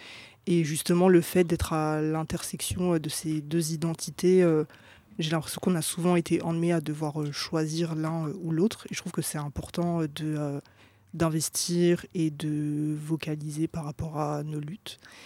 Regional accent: France; nos questionnements en tant que Français, Françaises

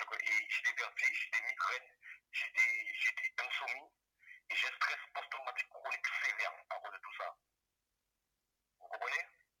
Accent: Guadeloupe; now in France; moi, je suis un Guadeloupéen, et j'ai le mental, et la force de tenir malgré tout. Même si c'est dur, mais je sais qu'un jour, que, voilà, tout ça va se terminer, et puis je rentrerai chez moi en Guadeloupe

